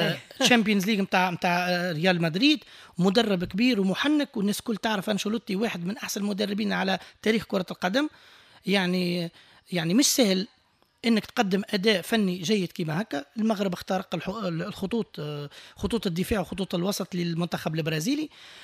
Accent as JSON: {"language": "Arabic", "country": "Tunisia", "said": "وإحنا كشعب تونسي معنى شجاعة في دمنا"}